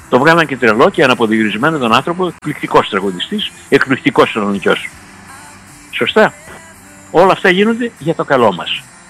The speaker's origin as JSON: {"language": "Greek", "region": "Macedonia", "country": "Greece", "tie": "born or raised there", "said": "Μακεδόνες. Εκεί γεννηθήκαμε, εκεί μεγαλώσαμε."}